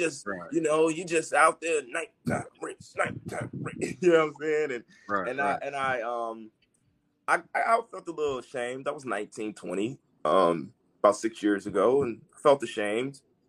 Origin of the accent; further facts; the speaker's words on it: Chicago, Illinois, United States; I'm from Chicago, man. My mama from Eaglewood.